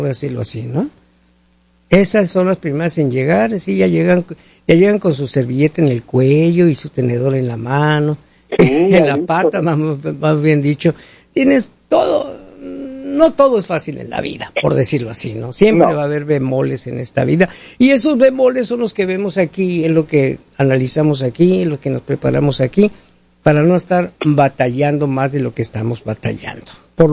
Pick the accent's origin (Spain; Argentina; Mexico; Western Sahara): Mexico; northern Mexico; moved away; Yo como buen mexicano